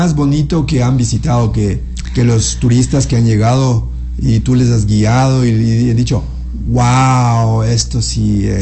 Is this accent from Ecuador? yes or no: yes; Ecuador; nosotros como ecuatorianos no lo valoramos en realidad